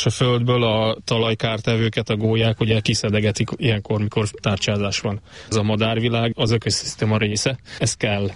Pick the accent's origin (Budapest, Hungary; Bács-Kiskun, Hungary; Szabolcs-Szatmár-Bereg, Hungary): Bács-Kiskun, Hungary; Kiskunmajsa; Hát itt Kiskunmajsán születtem, és ez mindig olyan város volt, amit víz vett körül. Tehát körbe lehetett Kiskunmajsát korcsolyázni.